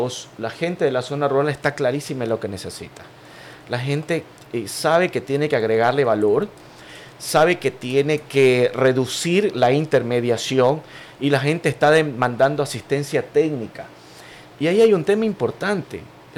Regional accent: Guayaquil, Guayas, Ecuador; Yo soy guayaquileño

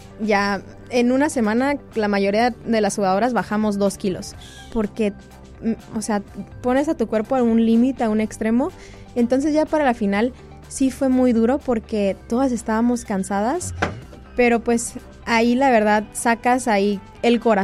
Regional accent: Mexico

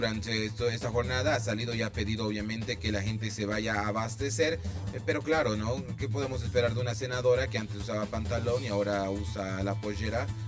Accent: Chuquisaca, Bolivia; yo vengo de Chuquisaca.

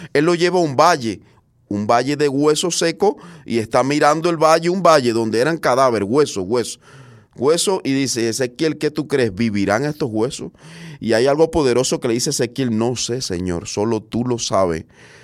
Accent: Cuba; Pero en Cuba, de donde vengo, se estila mucho eso, tristemente, ¿ves?

